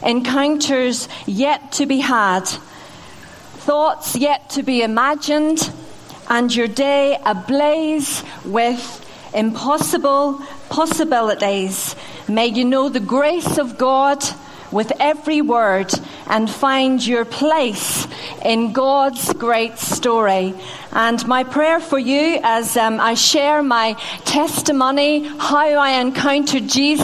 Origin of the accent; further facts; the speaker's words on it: South West England, United Kingdom; accent: North Devon; my North Devon accent